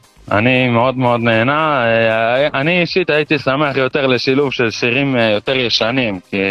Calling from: Kiryat Malakhi, Southern District, Israel; אני מקריית מלאכי

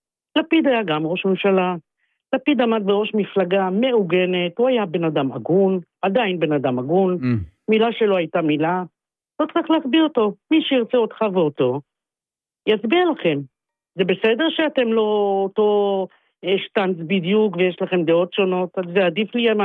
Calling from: Central District, Israel

